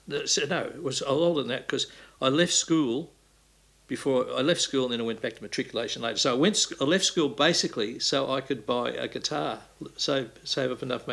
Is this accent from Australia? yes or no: yes; Melbourne, Victoria, Australia; I grew up in West Heidelberg, in the Housing Commission area, where most people just played football. I grew up during the Olympic Games period